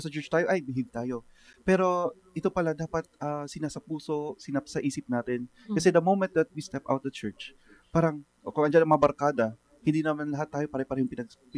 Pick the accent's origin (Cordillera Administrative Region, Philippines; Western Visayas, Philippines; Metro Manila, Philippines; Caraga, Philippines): Cordillera Administrative Region, Philippines; Baguio; ako po ay taga Baguio. Mm-hmm. I am from the suburb capital of the Philippines, Baguio.